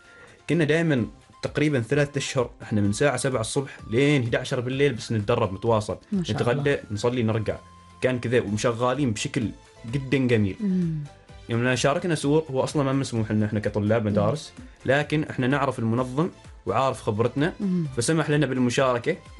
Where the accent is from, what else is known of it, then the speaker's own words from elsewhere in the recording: Oman; حتى بعد ما عرفوا أن احنا عمانيين استقبلونا بشكل جدا جميل